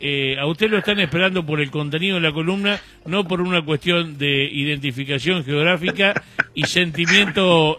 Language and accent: Spanish; Indio Rico, Buenos Aires Province, Argentina; Mi pueblo es Indio Rico.